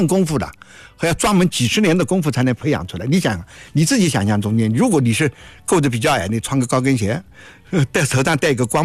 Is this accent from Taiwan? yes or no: no; China; 我们中国人